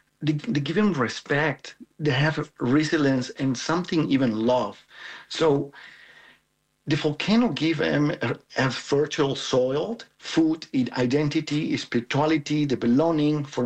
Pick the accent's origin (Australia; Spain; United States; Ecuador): Ecuador; now in Netherlands; I am an Ecuadorian photographer and a storyteller based in the Netherlands.